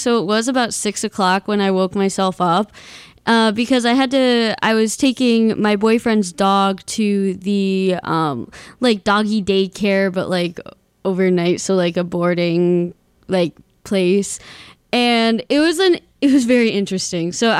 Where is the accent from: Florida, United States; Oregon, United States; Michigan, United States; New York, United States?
Michigan, United States; moved away; me and my boyfriend are going up north to my hometown. So, like, not up north, but up north, Lower Peninsula, not the UP.